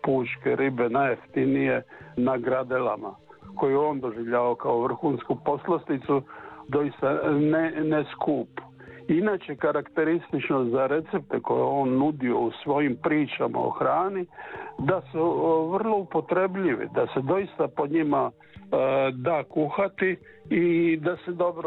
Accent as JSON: {"language": "Croatian", "town": "Split", "region": "Split-Dalmatia County", "country": "Croatia", "tie": "born or raised there", "also_born_or_lived": "Makarska Riviera", "said": "ja sam pak vrlo rano otišao iz Makarskog primorja gdje sam rođen, preselio se u Split i odrastao u Splitu."}